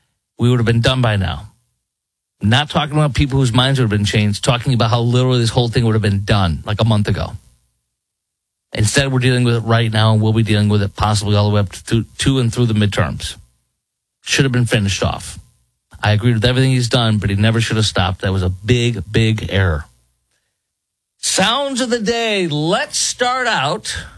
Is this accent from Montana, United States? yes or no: no; Chicago, Illinois, United States; Let's go to Chicago, my hometown.